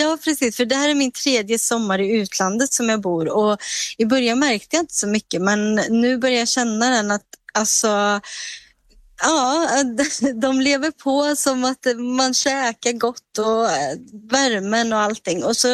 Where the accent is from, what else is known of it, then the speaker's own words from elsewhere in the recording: Sweden; moved away as an adult; now in abroad; när jag bodde i Sverige, alltså jag är ändå född i Sverige och bott där tills jag var 36 år